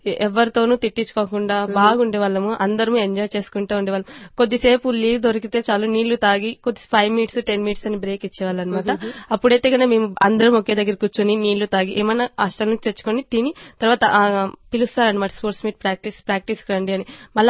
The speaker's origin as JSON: {"language": "Telugu", "town": "Kadiri", "region": "Andhra Pradesh", "country": "India", "moved": "yes", "said": "నేను కదిరి నుంచి వచ్చాను."}